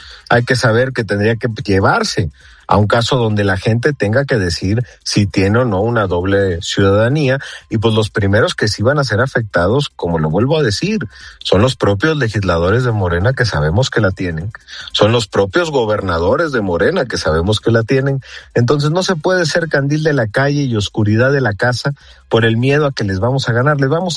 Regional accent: Veracruz, Mexico; los hombres y mujeres libres de Veracruz, que a mucho orgullo somos jarochos

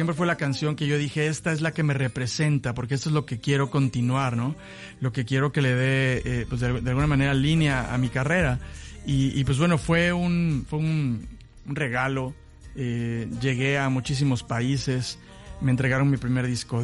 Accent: Veracruz, Mexico; el puerto de Veracruz, que es donde yo nací, que es donde están mis padres, gracias a Dios, donde están mis hermanos, mi gente, donde yo vivo aquí en el puerto de Veracruz. Prácticamente no estoy en el puerto porque viajo mucho

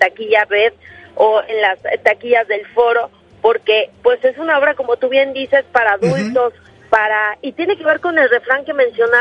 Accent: Veracruz, Mexico; now in Mexico City, Mexico

